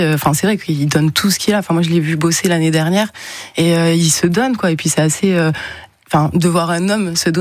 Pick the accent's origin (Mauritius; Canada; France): France; Mazan, Provence-Alpes-Côte d'Azur; Je suis native de Mazan